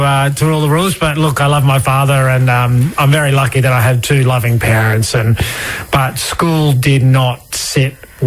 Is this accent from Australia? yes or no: yes; Kingscliff, New South Wales, Australia; But I've been living off country most of my life. Spent most of my childhood growing up down in Kingscliff, down on the Tweed River.